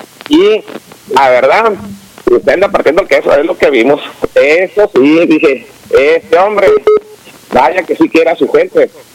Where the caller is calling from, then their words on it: Tijuana, Baja California, Mexico; De Tijuana, de la colonia García.